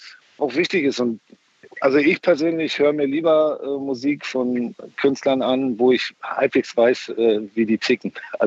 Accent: East Germany, Germany; Ich komme ja auch aus der DDR

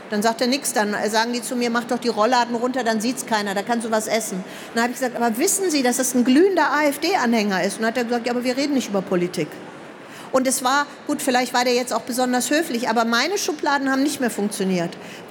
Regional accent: Germany; born there; Ich soll dahin, wo ich herkomme und so weiter. Ich bin hier geboren, auch egal.

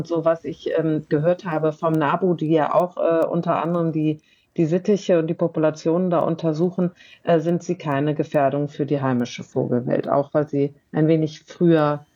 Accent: Cologne, North Rhine-Westphalia, Germany; Ich komme ja aus Köln.

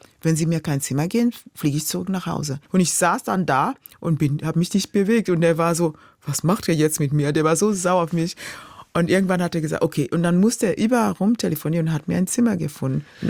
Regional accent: Kenya; German is a second language; moved away as an adult; now in Germany; Und ich komme an, direkt aus Kenia und stehe da mit meinem Koffer

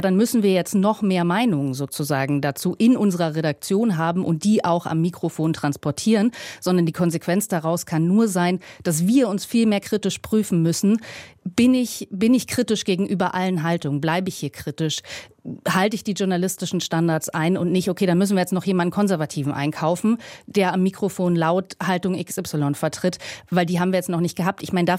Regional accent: East Germany, Germany; born there

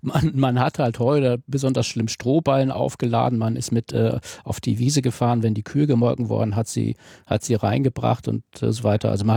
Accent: Northern Germany, Germany; Na, der Knick ist ja bei uns in Norddeutschland so eine Art Heckenlandschaft, haben wir ja

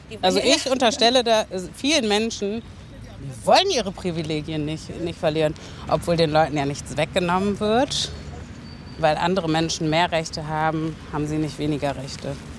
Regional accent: Germany

